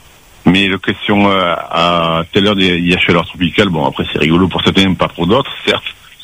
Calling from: Marseille, Provence-Alpes-Côte d'Azur, France; Moi, je suis de métropole. Moi, je suis réunionnais par rapport à ma mère. Et je suis de Marseille.

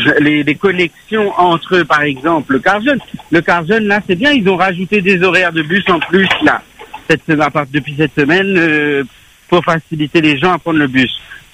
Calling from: Saint-Pierre, Réunion; j'habite à Montvert, je travaille à Saint-Denis, à l'hôpital.

